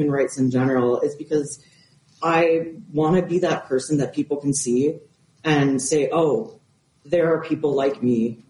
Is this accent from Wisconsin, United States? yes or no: yes; Wisconsin, United States; I grew up in Wisconsin.